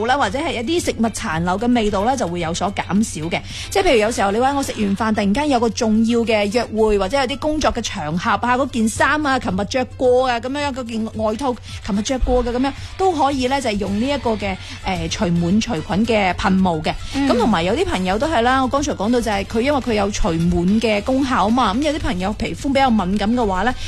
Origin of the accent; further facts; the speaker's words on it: Guangdong, China; 我哋广东人